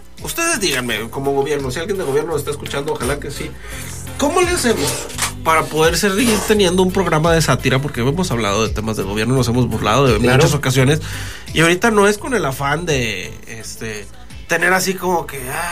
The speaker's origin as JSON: {"language": "Spanish", "country": "Mexico", "said": "es nuestra labor como mexicanos que somos."}